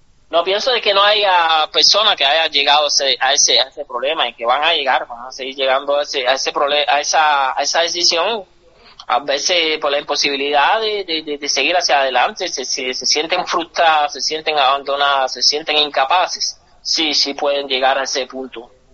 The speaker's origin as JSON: {"language": "Spanish", "country": "Cuba"}